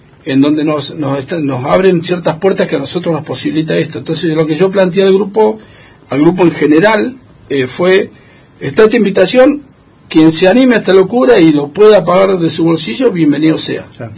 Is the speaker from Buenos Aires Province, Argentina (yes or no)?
no; Esquel, Chubut, Argentina; moved away as an adult; also born or lived in Córdoba; lo digo como nacido y criado en Esquel